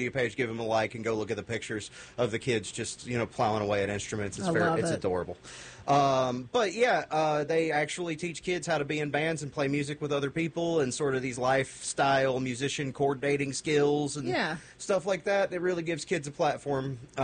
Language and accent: English; Kentucky, United States; I'm a kid of the 90s and the 2000s. You know, I grew up in that era. And when I was a kid growing up in Western Kentucky